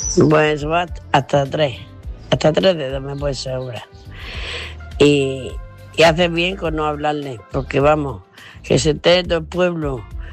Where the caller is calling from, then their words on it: Murcia, Region of Murcia, Spain; de Murcia.